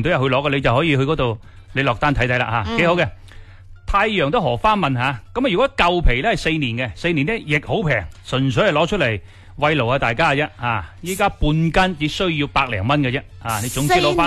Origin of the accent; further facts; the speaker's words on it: Guangdong, China; 我哋广东人唔中意叫嘅